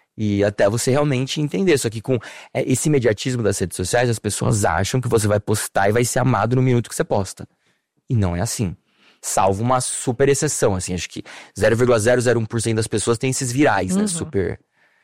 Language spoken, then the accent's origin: Portuguese; Rio de Janeiro, Brazil; born or raised there